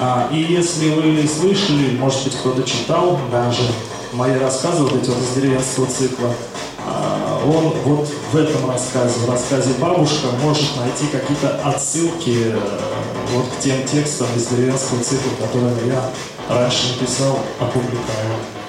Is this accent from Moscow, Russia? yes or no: no; Ivanovo, Ivanovo Oblast, Russia; Я сам из Иваново, из Ивановской области, человек сельский, деревенский.